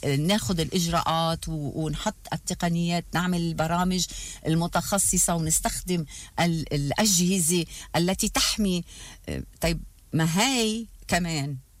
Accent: Lebanon; وأنا جاي من لبنان

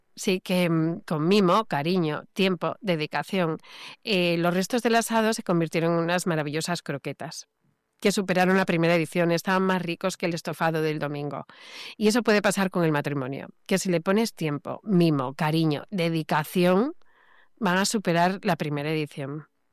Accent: Spain

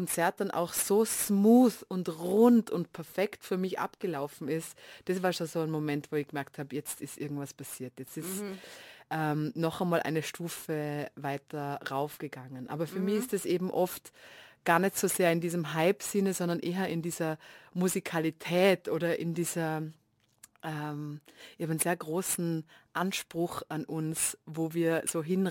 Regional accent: Vienna, Austria; in dem ich ganz selten war als Wienerin, weil ich das Gefühl habe, da gehen hauptsächlich TouristInnen hin

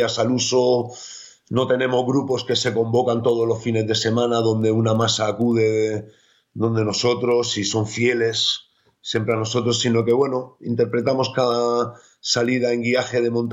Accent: Granada, Andalusia, Spain; accent: Granada (granadino); Soy un andaluz con sangre vasca, un granadino de pura cepa, que a veces también me sale el eje granadino, aunque ahora parezca que no. Pero soy un andaluz con sangre vasca y mis apellidos creo que me delatan un poquito.

